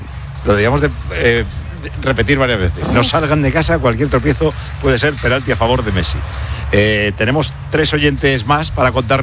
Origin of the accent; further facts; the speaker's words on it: Spain; Yo soy español, español.